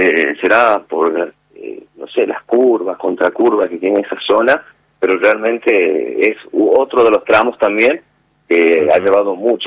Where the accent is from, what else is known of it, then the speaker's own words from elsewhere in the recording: Metán, Salta, Argentina; somos de Metán, no pagamos.